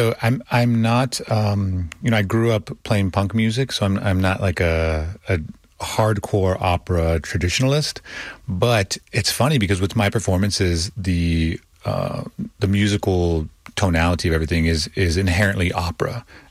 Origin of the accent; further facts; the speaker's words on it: Austin, Texas, United States; also born or lived in Laredo; my grandmother came over from England. They settled. And so my mom was born there. I grew up in Austin, but I spent a lot of time in Laredo.